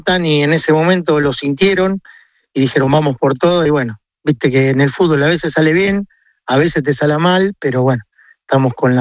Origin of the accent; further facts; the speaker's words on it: Argentina; Bueno, como todo argentino no perdemos la esperanza